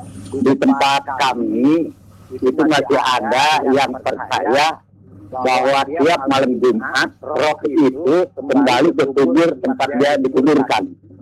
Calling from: Cianjur, West Java, Indonesia; Saya dari Cianjur.

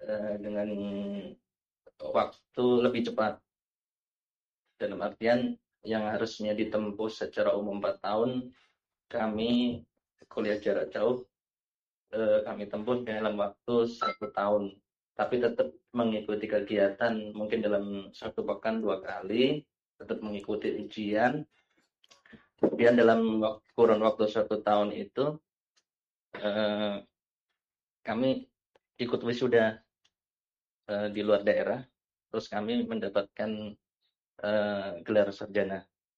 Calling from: Berau, East Kalimantan, Indonesia; Saya dari Brau Kalting.

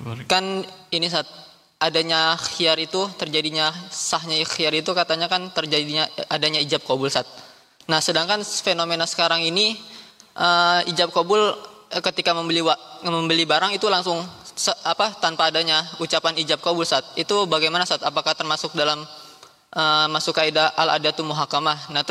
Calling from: Bekasi, West Java, Indonesia; Saya, bismillah, saya dari … dari Bekasi

